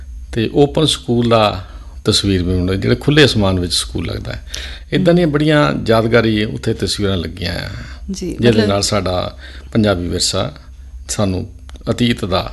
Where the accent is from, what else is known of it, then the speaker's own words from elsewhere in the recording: Dhani Pind, Punjab, India; ਮੇਰਾ ਪਿੰਡ ਧਨੀ ਪਿੰਡ ਹੈ, ਜੰਡਿਆਲਾ ਤੋਂ ਨਕੋਦਰ ਰੋਡ ਦੇ ਉੱਤੇ, ਫਗਵਾੜਾ ਤੋਂ 13 ਕਿਲੋਮੀਟਰ 'ਤੇ ਸਥਿਤ ਹੈ